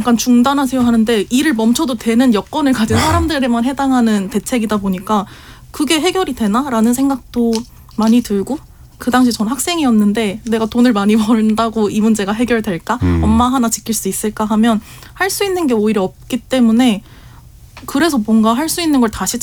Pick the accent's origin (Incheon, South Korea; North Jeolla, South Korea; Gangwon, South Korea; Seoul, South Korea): Seoul, South Korea; 저는 서울에 있는 빌라에서 거기서 태어나서 평생을 살았거든요.